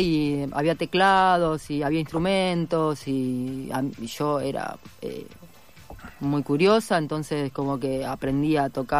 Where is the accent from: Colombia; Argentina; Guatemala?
Argentina; Oriente, Buenos Aires Province; born there; moved away as an adult; also born or lived in Tres Arroyos / Bahía Blanca; now in La Plata, Argentina; Sí, en realidad soy de Oriente, que es un pueblito muy chiquito.